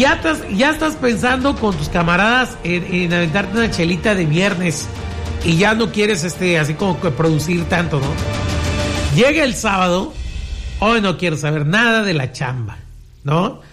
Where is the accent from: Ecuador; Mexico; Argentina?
Mexico; fíjese que como mexicanos siempre nos quejamos de que las cosas están mal hechas